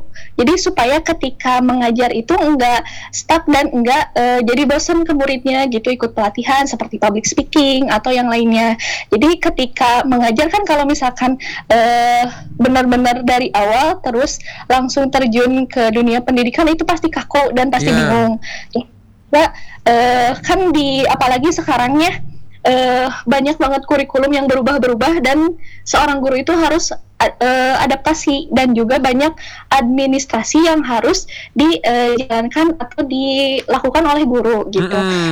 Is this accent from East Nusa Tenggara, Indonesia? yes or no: no; Majalaya, West Java, Indonesia; Majalaya.